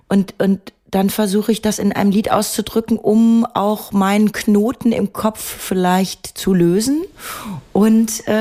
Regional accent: Bad Salzuflen, North Rhine-Westphalia, Germany

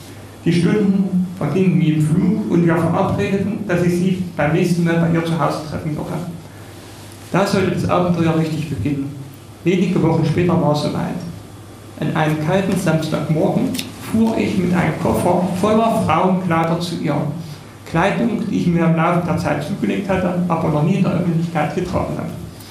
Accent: Germany; Okay, und ich stamme ja aus Oldeslem.

